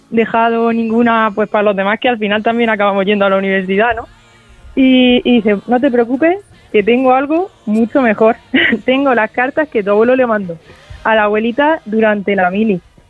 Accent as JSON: {"language": "Spanish", "region": "Region of Murcia", "country": "Spain", "said": "porque nosotros somos de Murcia"}